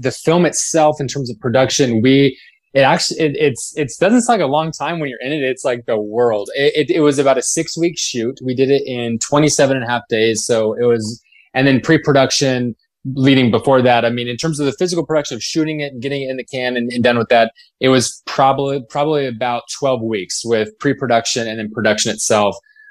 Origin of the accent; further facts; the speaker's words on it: Seattle, Washington, United States; I'm from the Pacific. I'm from Seattle. Like, we get rain, but it's like drizzle.